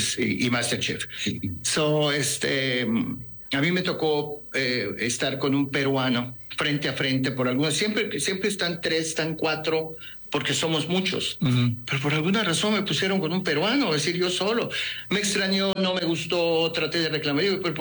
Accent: Mexico; now in United States; porque de cada tres californianos, dos somos mexicanos.

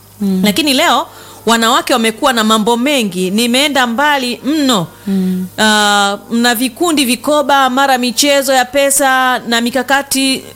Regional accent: Tabora, Tanzania; ninatokea Tabora.

